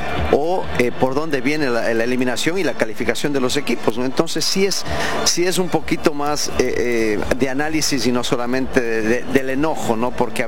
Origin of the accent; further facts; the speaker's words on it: Ecuador; Como ecuatoriano diría que me encanta, pero no es así.